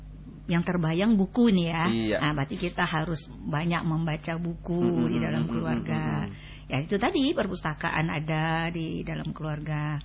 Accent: Padang, West Sumatra, Indonesia; also born or lived in Pariaman; now in Aceh Singkil, Indonesia; sampai sekolah perguruan tinggi juga di Padang. Di Padang.

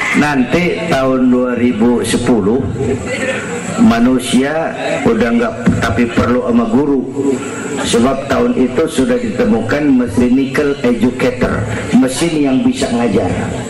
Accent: Petamburan, Jakarta, Indonesia; Tahun 50-an kita orang Petamburan kalau pergi haji ke Mekah 6 bulan.

